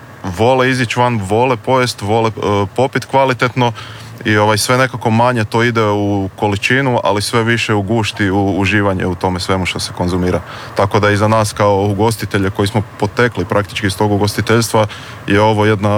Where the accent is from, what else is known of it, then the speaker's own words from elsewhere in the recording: Zagreb, City of Zagreb, Croatia; born there; U Zagrebu smo rođeni